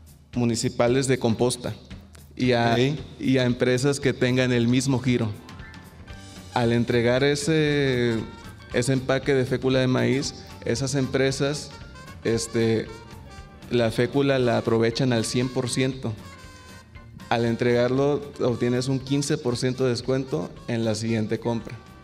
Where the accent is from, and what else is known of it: Poza Rica, Veracruz, Mexico